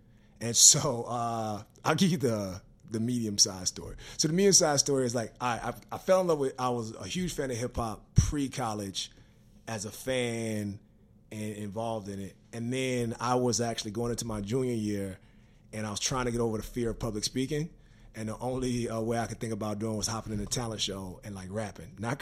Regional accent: Pine Bluff, Arkansas, United States; I'm from Pine Bluff, actually. So I'm from Pine Bluff

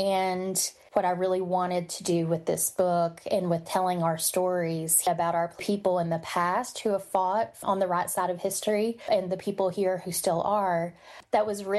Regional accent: Appalachia, United States; I'm from Central Appalachia, so Eastern Kentucky, West Virginia.

